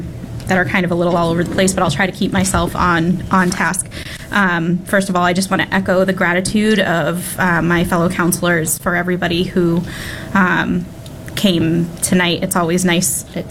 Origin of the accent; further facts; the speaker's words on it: Coös County, New Hampshire, United States; I grew up in Colas County, where the population is significantly French Canadian. It was not rare to walk around grocery stores or go to restaurants, a hair salon, and have somebody having a full French conversation in the chair next to you.